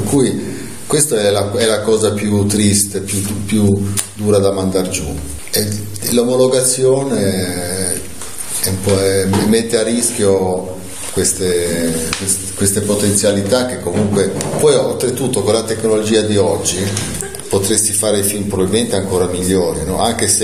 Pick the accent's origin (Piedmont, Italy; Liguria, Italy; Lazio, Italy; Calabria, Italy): Liguria, Italy; a parte che sono ligure, quindi qualsiasi cosa che viene da qua io corro.